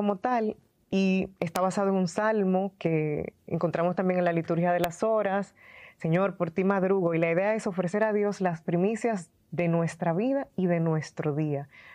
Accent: Santo Domingo, Dominican Republic; born there; Se transmitía una Eucaristía desde la parroquia en la que yo me congregaba, parroquia Nuestra Señora de Fátima en mi país.

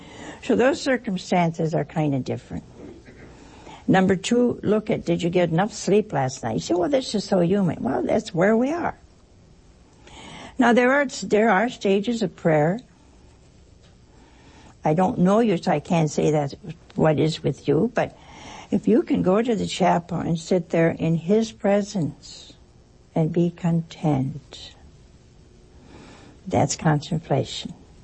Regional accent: Ohio, United States; Oh, hey, that's my home state.

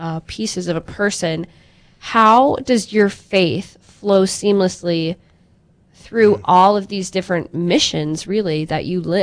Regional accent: Dickinson, North Dakota, United States; Dickinson is my hometown

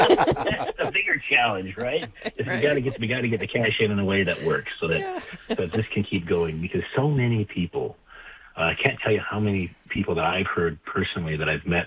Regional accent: South Dakota, United States; I'm from South Dakota.

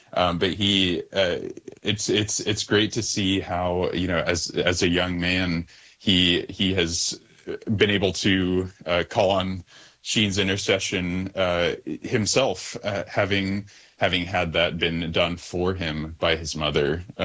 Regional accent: Midwest, United States; as a Midwesterner

